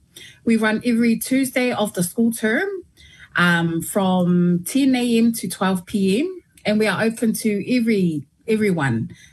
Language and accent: English; Christchurch, Canterbury, New Zealand; I am 31 years old. I was born and raised in Carlos Iosi, New Zealand, and I have been living here my whole entire life. I am half Tongan, half Niuean, and I come from the villages of Tamakau Tonga and Longoteme from Tonga.